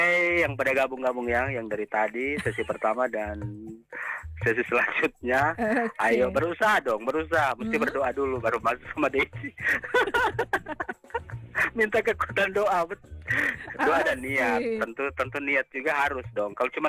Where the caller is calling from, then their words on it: Manado, North Sulawesi, Indonesia; Kita orang Manado, Dok.